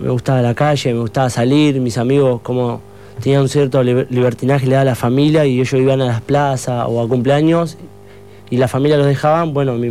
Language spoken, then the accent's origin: Spanish; Montevideo, Uruguay; born there; soy de Montevideo del Cerro, tengo 22 años. Nací y crecí con mi mamá y mis 5 hermanos, de lo cual soy el tercero de lo más grande. Una niñez complicada, mi madre de religión, mi abuela también